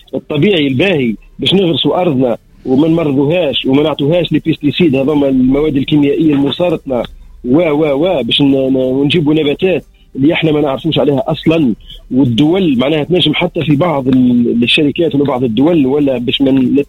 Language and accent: Arabic; Tunisia; لا انا تونسي